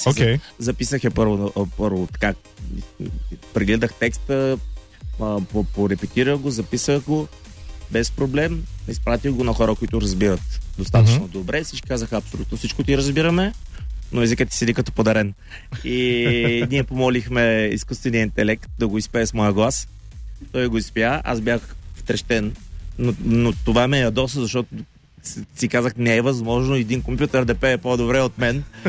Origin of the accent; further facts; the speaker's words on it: Dobrich, Dobrich Province, Bulgaria; в моя роден град, Добрич.